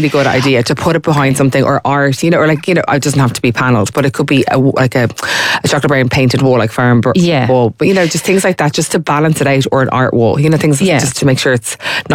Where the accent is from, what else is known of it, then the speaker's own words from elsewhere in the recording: Ireland; we're from Ireland, like we've such beautiful buildings and history